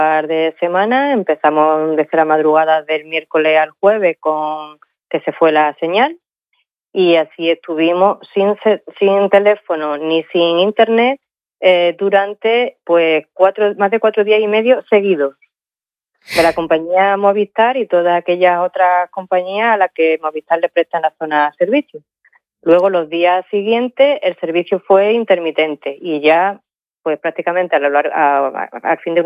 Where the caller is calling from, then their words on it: Cañaveral de León, Andalusia, Spain; yo vivo en Cañaveral del León